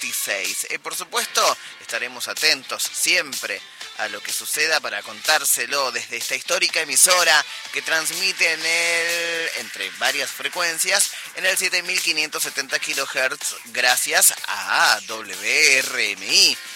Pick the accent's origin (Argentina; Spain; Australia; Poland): Argentina; cómo somos los argentinos, qué escuchamos los argentinos, qué leemos los argentinos.